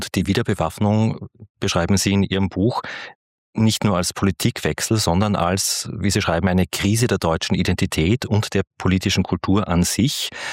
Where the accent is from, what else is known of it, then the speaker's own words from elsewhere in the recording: Austria; kommt mir als Österreicher recht bekannt vor.